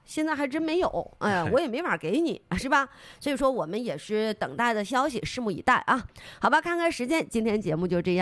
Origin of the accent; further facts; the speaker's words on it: Liaoyuan, Jilin, China; 因为我是这土生土长的，我的家在这儿，我的根在这儿，我家人都在这儿